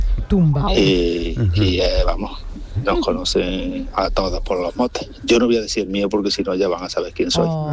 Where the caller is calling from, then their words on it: Córdoba, Andalusia, Spain; de Córdoba. Pues mira, en mi pueblo, en Milla de Río, allí somos muy de motes.